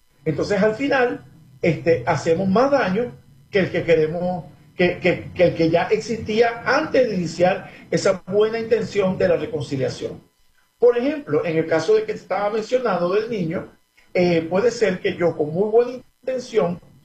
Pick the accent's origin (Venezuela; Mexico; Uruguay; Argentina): Venezuela; si nosotros estamos como venezolanos o culturalmente condicionados a comunicarnos violentamente